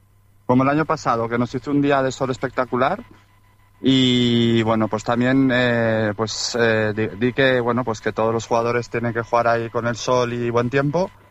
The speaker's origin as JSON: {"language": "Spanish", "town": "Graus", "region": "Aragon", "country": "Spain", "lives_now": "Benasque, Spain", "said": "yo soy de Graus"}